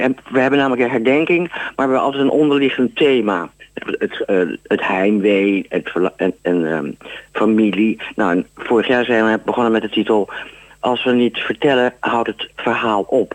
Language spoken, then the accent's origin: Dutch; Netherlands; Meneer, ik ben Nederlander.